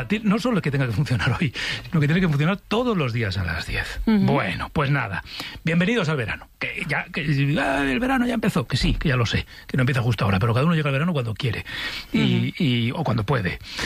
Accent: Navarre, Spain; Como yo tengo más años que ellos, soy más navarro que ellos.

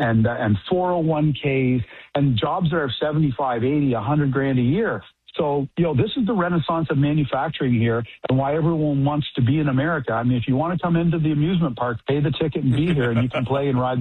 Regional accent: Canada; For the record, Lars, I'm a Canadian. I still reside in Canada.

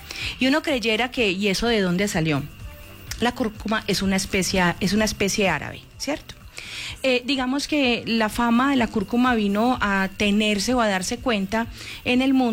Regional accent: Colombia; Somos colombianos, y vamos a poner la camiseta y a gozar los goles.

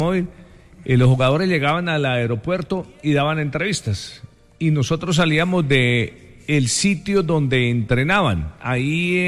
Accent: Colombia; Claro, que como colombiano clasificaba sí, los claro. mundiales, le hacíamos fuerza a Brasil

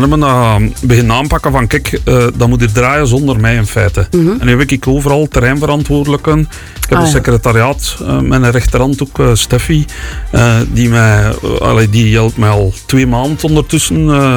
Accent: Ninove, East Flanders, Belgium; Leuk festival. 1 dag alles geven. En dat is in mijn thuisstad Nienhoven.

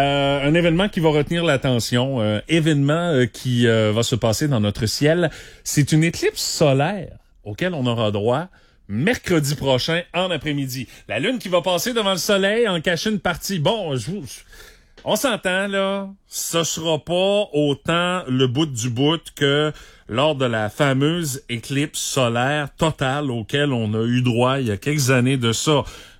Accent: Quebec, Canada; chez nous, au Québec

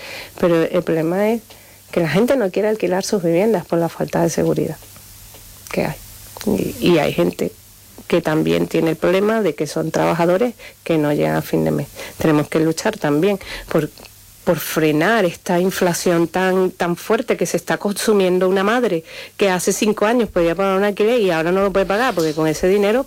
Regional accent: Venezuela; now in Spain; yo soy de origen venezolano y tengo muchos paisanos que comparten pisos dos y tres familias.

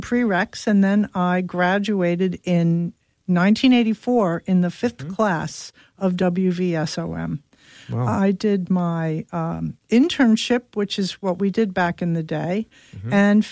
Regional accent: Brooklyn, New York, United States; Largely influenced by my Italian grandmother, who I spent every Sunday with growing up in Brooklyn.

